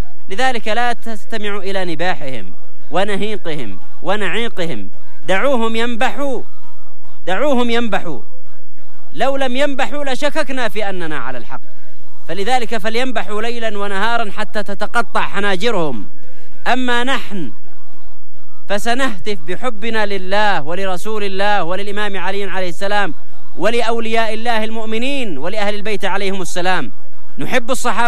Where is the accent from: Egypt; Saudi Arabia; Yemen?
Yemen; احنا كشعب يمني